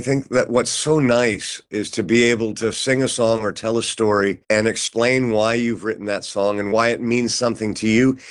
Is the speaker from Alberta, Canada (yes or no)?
no; Toronto, Ontario, Canada; born or raised there; moved away; also born or lived in California